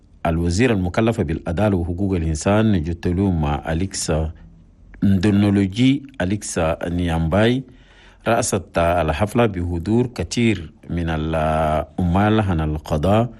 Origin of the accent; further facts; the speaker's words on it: Chad; وكلم بتطوير عن العمليات الإحسان رسنسما الجاري في بلدنا تشاد